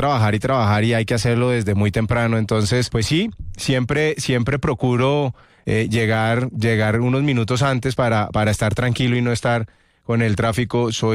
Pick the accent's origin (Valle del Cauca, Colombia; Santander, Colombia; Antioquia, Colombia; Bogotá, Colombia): Bogotá, Colombia; also born or lived in other parts of Colombia / abroad; pero soy bogotano 100%, Rolo. Nacido aquí en Bogotá.